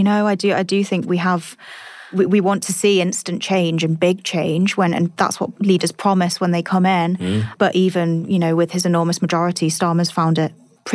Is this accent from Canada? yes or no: no; Manchester, North West England, United Kingdom; moved away; I'm from Manchester